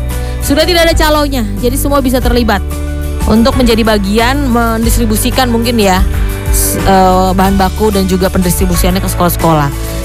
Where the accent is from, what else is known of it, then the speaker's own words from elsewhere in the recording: Sumatra, Indonesia; Saya orang Sumatera soalnya ya